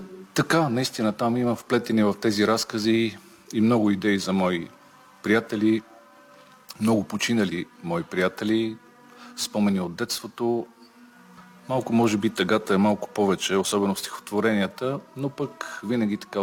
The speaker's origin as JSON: {"language": "Bulgarian", "region": "Kyustendil Province", "country": "Bulgaria", "tie": "born or raised there", "said": "моето родно село и родния ми край, около Рилския манастир и Рилското корито"}